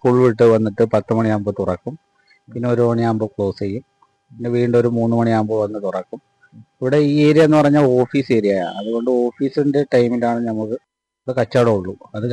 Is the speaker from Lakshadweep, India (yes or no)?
yes; Kavaratti, Lakshadweep, India; born or raised there